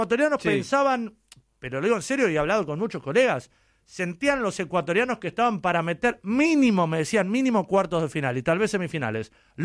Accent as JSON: {"language": "Spanish", "country": "Argentina", "said": "Ahora somos bravos los argentinos, porque tenés que tener ganas de pelearte con toda la prensa"}